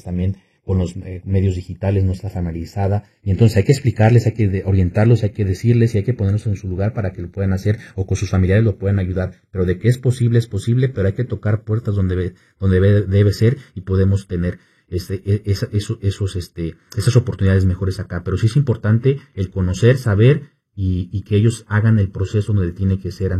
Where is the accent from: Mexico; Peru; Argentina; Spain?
Mexico; now in United States; aquí desde el extranjero, siendo mexicanos